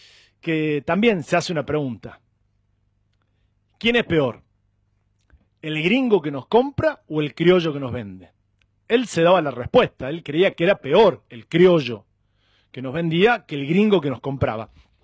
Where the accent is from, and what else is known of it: Argentina